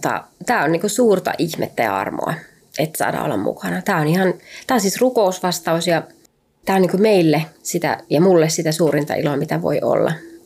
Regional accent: Outokumpu, North Karelia, Finland; Miehän olen Karjalasta kotoisin. Mm-hmm. Outokummussa synnyin perheen ainoaksi lapseksi

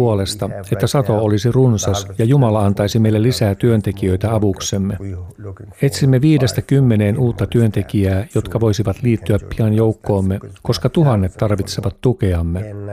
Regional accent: Egypt; also born or lived in Mauritania; now in Spain; Olin 7 vuotta arabiankielisessä pioneerilähetystyössä Mauritaniassa. Olen kotoisin Egyptistä ja vaimoni on Irakista. Tapasimme Jordaniassa ja muutimme Mauritaniaan.

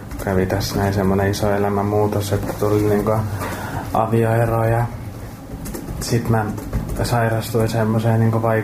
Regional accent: Uusimaa, Finland; moved away as an adult; Siis mä en ole alun perin täältä kotoisin. Mä oon tuolta pääkaupunkiseudulta kotoisin. Ihan ekaksi mä tulin tänne niin kuin töitten perässä.

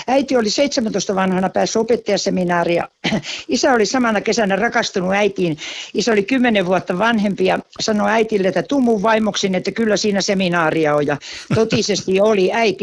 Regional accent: Jokioinen, Tavastia Proper, Finland; born there; Jokioisilla mä synnyn ison maalaistalon. 9. lapsena isä oli sodassa Karhumäessä taistelemassa, kun mä synnyin

